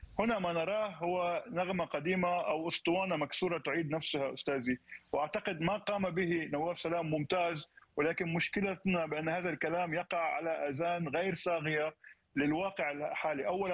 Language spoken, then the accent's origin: Arabic; Lebanon; أنا كلبناني